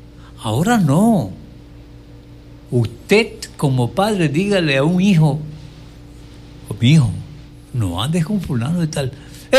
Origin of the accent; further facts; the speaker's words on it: Quevedo, Los Ríos, Ecuador; Lo que pasa es que ellos son de aquí, de Guayaquil, y nosotros somos de Quevedo.